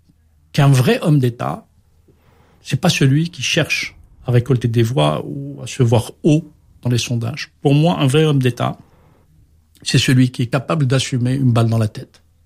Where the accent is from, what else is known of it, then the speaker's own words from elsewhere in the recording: Algiers, Algiers Province, Algeria; Quand j'étais en Algérie, oui, parce que, en fait, je suis né à Alger, tu l'as rappelé, et j'appartiens à une génération né au lendemain de l'indépendance de l'Algérie, donc dans les années 60.